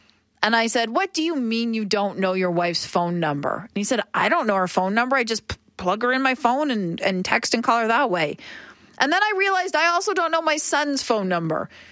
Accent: Oshawa, Ontario, Canada; moved away; I keep going back to this small zoo near my hometown in Oshawa

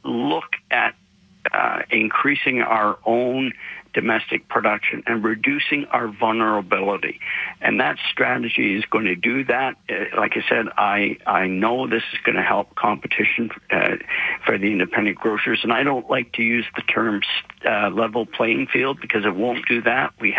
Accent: Canada; I think is most important as a Canadian, is that in many areas of this country, we only have one.

